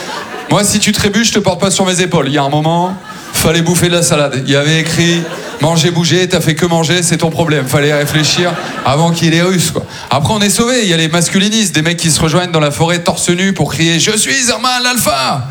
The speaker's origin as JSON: {"language": "French", "town": "Maubeuge", "region": "Hauts-de-France", "country": "France", "tie": "born there", "also_born_or_lived": "Aulnoye-Aymeries"}